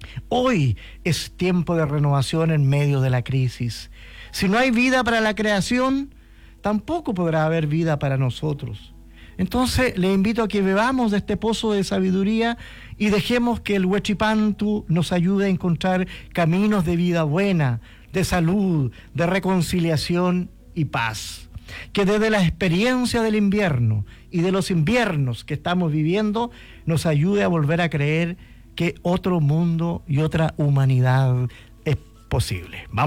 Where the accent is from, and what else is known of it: Chile